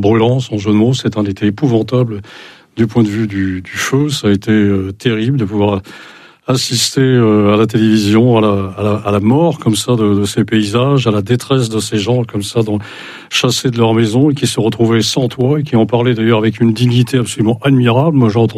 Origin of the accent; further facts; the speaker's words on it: Brittany, France; Moi, je suis un vrai breton. Et comme tous les bretons, je suis un breton de migrateur. Et ce n'est pas un hasard si mon père m'a fait naître en dehors des murs de Bretagne.